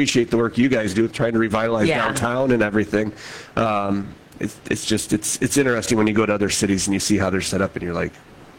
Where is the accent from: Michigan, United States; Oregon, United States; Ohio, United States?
Ohio, United States; Toledo; moved away as an adult; now in Oak Harbor, United States; growing up in West Toledo back in the 70s and 80s